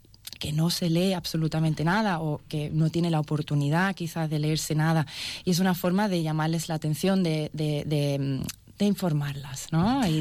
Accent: Spain; accent: southern Spanish; now in Catalonia, Spain; Como se puede escuchar por mi acento, yo soy del sur.

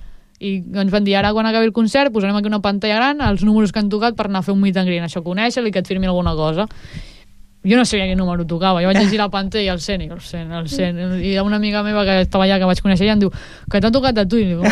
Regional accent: Breda, Catalonia, Spain; doncs me quedo en el Breda, que coneixo les jugadores, i és el meu poble

